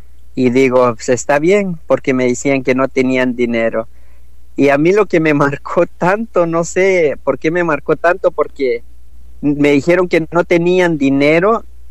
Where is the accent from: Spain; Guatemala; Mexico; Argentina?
Guatemala; now in Los Angeles, United States; soy de Guatemala, pero vivo aquí en Los Ángeles, California.